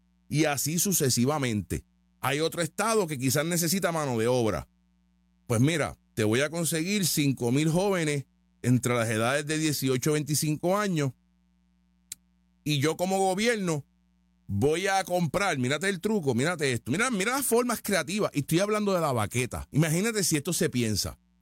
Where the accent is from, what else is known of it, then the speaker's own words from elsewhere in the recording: Puerto Rico; No podemos ir para allá con el guille de que yo soy puertorriqueño y si tú quieres que nosotros seamos americanos, si tú no quieres, no me importa.